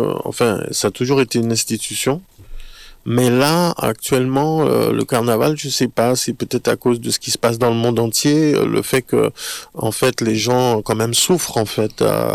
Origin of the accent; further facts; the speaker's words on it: Montpellier, Occitanie, France; on est de Montpellier finalement, mais tu as vu, des fois en fait c'est difficile d'être programmé en fait à Montpellier.